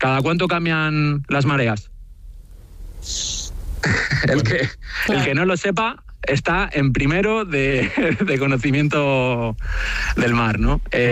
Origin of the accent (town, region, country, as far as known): Canary Islands, Spain; born or raised there; also born or lived in San Sebastián